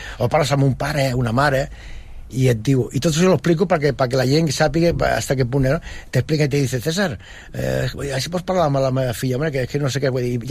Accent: Terrassa, Catalonia, Spain; now in Sabadell, Spain; Soc fill de Terrassa, però ja estic ben... Bueno, aquí, estic més dies aquí que allà.

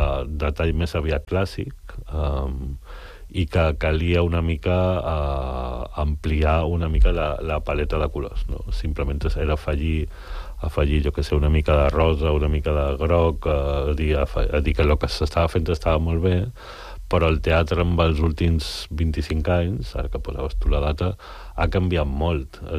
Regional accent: Balearic Islands, Spain; now in Barcelona, Spain; tenint en compte que jo visc a Barcelona, som mallorquí

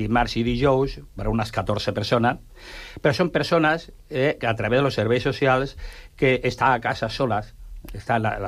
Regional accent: La Floresta, Catalonia, Spain; No, nosaltres no som de Sant Cugat, nosaltres som de la Floresta.

